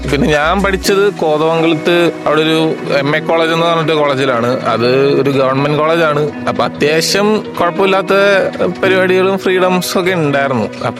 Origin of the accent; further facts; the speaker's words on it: Pandalam, Kerala, India; എന്റെ വീട് പന്തളമാണ്. പന്തളത്ത് കൈപ്പെട്ടൂർ.